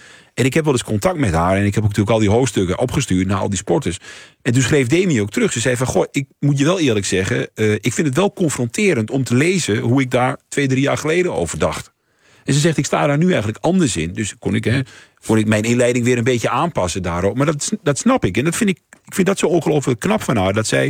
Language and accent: Dutch; Overijssel, Netherlands; Maar ik ben altijd, ik kom uit Twente.